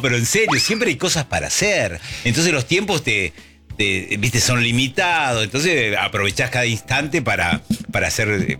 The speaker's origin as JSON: {"language": "Spanish", "country": "Argentina", "moved": "as an adult", "lives_now": "Buenos Aires, Argentina", "said": "yo me considero ya hace 20 años que vivo en Capital, soy del interior del país."}